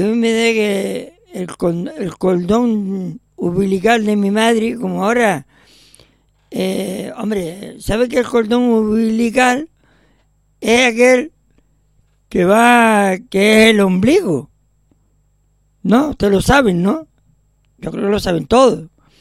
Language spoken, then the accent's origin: Spanish; Canary Islands, Spain; born there; cuando me tuvo a mí, allá abajo en el San Martín, en el Hospital San Martín, de los pocos que había en aquella época, porque 60 años, bueno, 61